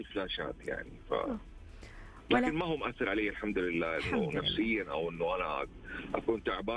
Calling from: Jeddah, Makkah Province, Saudi Arabia

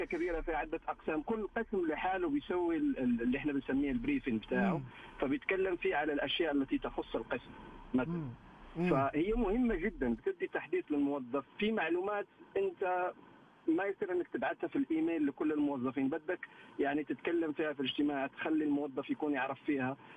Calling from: Jeddah, Makkah Province, Saudi Arabia

